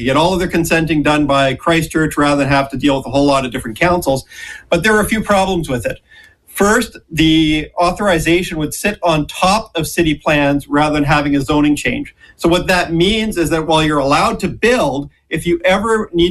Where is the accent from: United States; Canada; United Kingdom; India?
Canada; now in New Zealand; I'm Canadian still